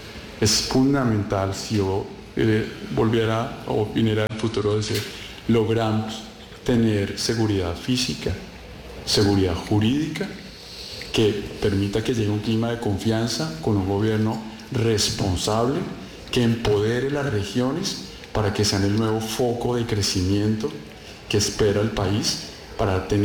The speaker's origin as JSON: {"language": "Spanish", "country": "Colombia", "said": "lo mínimo que deberíamos esperar como colombianos tener"}